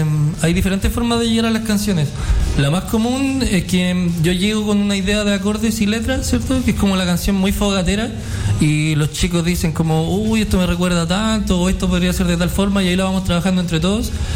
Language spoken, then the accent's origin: Spanish; Concepción, Biobío, Chile; Que, ponte tú, para nosotros que somos de Conce es como algo un tanto cotidiano porque estamos acá cerca, ¿cachai?